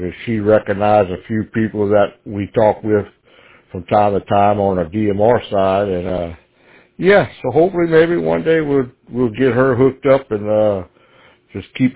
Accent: Louisiana, United States; I'm from Louisiana, South Louisiana.

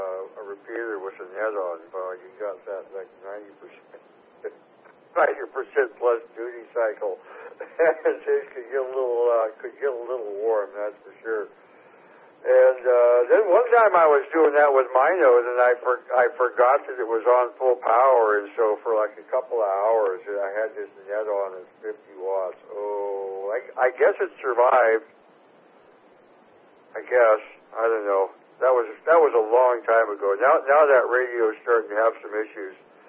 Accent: Oregon, United States; You know, I grew up in Oregon. Don't get me wrong. I grew up in Oregon and everything.

